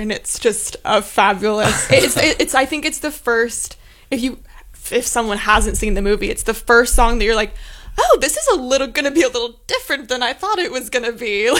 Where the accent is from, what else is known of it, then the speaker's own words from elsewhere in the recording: New York, United States; I'm from New York, so I moved back home.